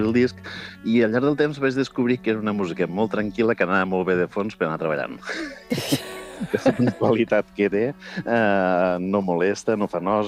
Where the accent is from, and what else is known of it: La Sénia, Catalonia, Spain; born there; moved away